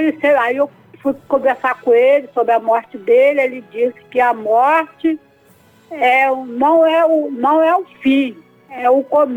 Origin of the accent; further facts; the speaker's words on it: Espírito Santo, Brazil; now in Campos dos Goytacazes, Brazil; É, estado do Rio de Janeiro, mas eu sou natural do Espírito Santo.